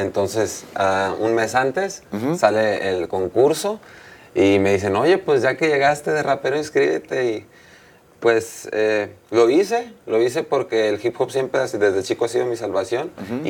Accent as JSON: {"language": "Spanish", "town": "Tepic", "region": "Nayarit", "country": "Mexico", "said": "Soy de Tepic, Nayarit, orgullosamente."}